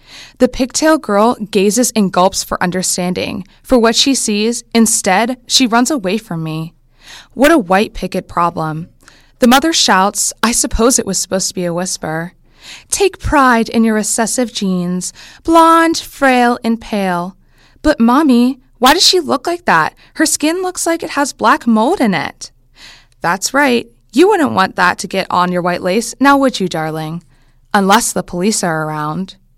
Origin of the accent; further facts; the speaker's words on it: Bridgeville, Pennsylvania, United States; I'm from the Bridgeville community.